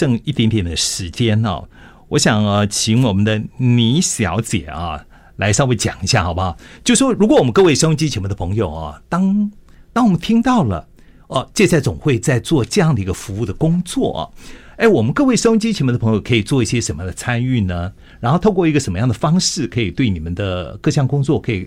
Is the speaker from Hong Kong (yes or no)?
no; Taiwan; 我们台湾人